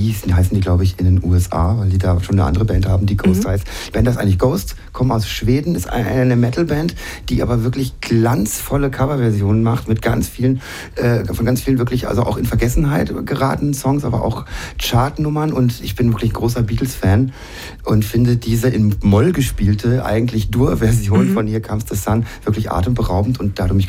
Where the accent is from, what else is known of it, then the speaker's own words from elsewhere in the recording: Freiburg, Baden-Württemberg, Germany; now in Karlsruhe, Germany; ich komme ja ursprünglich aus Freiburg und habe die Stadt immer sehr, sehr hoch gehalten, tue ich auch immer noch.